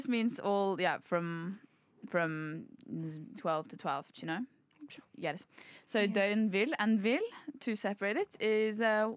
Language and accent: English; London, United Kingdom; I get pegged as like the city girl because I'm from London and I grew up in London.